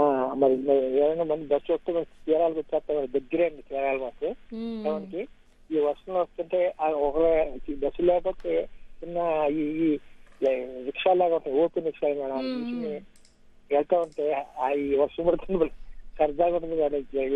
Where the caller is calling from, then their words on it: Andhra Pradesh, India; మాది చీరాల దగ్గర కొత్త పందిళ్ళ పెళ్లి మేడం, చిన్న ఊరు అది.